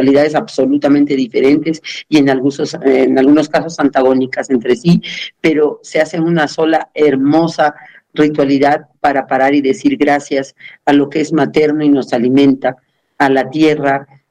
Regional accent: Cusco, Peru; also born or lived in Lima; mi lugar es la montaña, entonces me trajeron a los días de nacida, pues, al lugar donde ellos vivían, el Cusco.

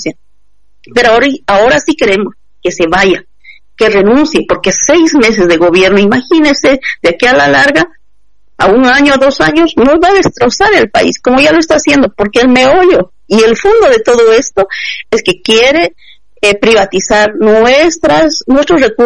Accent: Bolivia; hemos tenido la dignidad de decir somos bolivianos, la dignidad de decir somos mujeres indígenas

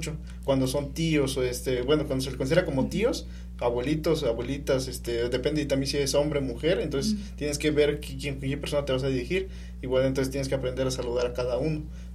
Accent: Oaxaca, Mexico; born there; now in Central Valleys of Oaxaca, Mexico; Yo vengo de la Sierra Sur, pero ya me encuentro viviendo muchos años en los valles centrales de Oaxaca.

